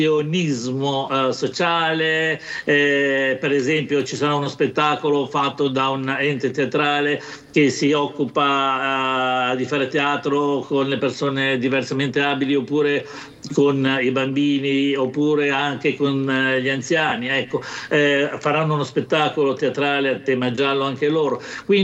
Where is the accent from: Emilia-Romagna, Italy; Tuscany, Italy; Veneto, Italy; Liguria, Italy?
Liguria, Italy; Genoa; born there; now in Santa Margherita Ligure, Italy; io sono nato a Genova, ma da 40 anni abito qui a Santa Margherita Ligure.